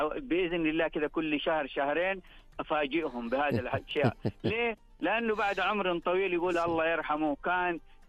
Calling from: Jeddah, Makkah Province, Saudi Arabia; أنا أطلع في جدة هنا.

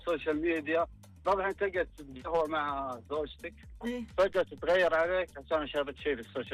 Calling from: Khobar, Eastern Province, Saudi Arabia; انا من الخبر.

